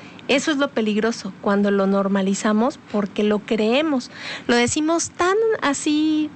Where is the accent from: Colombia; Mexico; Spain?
Mexico; Pero incluso como mexicanos tenemos otras.